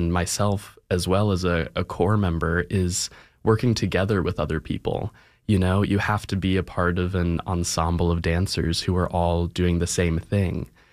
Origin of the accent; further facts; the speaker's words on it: Virginia, United States; I'm from Virginia